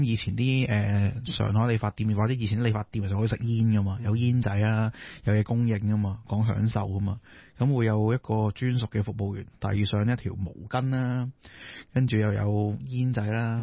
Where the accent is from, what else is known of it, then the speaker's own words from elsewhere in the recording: Hong Kong; 我哋香港人